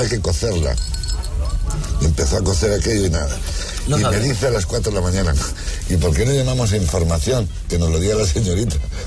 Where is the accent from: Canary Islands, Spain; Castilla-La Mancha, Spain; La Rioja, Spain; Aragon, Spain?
Castilla-La Mancha, Spain; Cuenca; Y le dije, mire usted, yo soy de Cuenca … me gusta mucho el humor